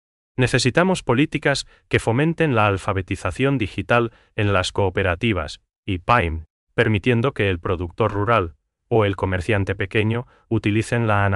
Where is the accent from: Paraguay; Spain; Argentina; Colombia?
Paraguay; nos caracteriza como paraguayos